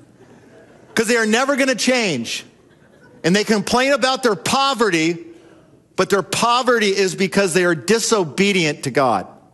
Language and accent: English; California, United States; Jara and I grew up in Southern California.